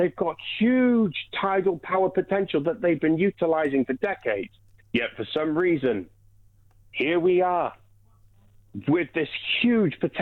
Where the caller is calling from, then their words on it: Wales, United Kingdom; I'm talking from South Wales